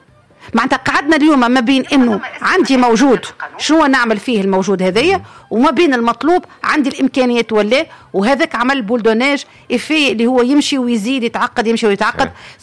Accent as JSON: {"language": "Arabic", "country": "Tunisia", "said": "انا مواطن تونسي"}